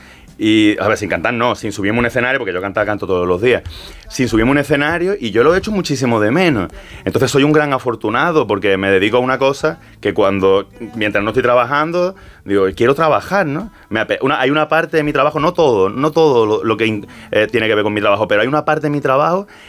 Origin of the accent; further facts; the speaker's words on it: Málaga, Andalusia, Spain; soy de Málaga, ¿no?